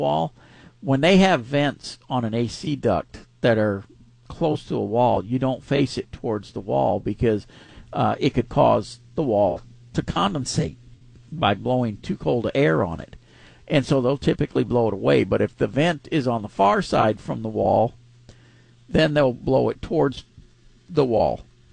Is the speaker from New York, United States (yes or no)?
no; Pasadena, Texas, United States; born or raised there